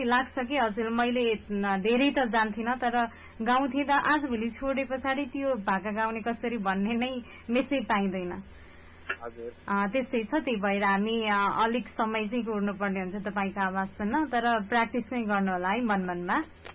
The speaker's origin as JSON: {"language": "Nepali", "town": "Waling", "region": "Gandaki Province", "country": "Nepal", "tie": "born or raised there", "said": "मेरो घर वालिङ हो."}